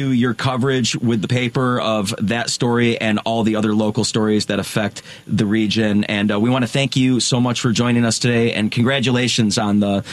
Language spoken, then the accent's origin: English; Harvard, Illinois, United States; I am from Harvard, which is rural McHenry County, and I'm in the 16th congressional district